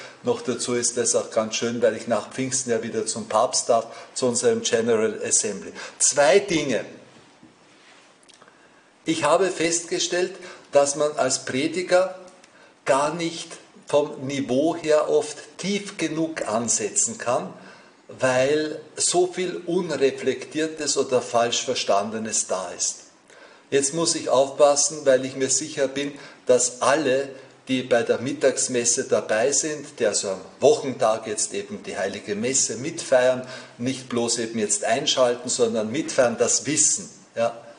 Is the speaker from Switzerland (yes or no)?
no; Austria; Bei uns in Österreich und ich glaube auch in Bayern und in anderen Ländern ein staatlicher Feiertag.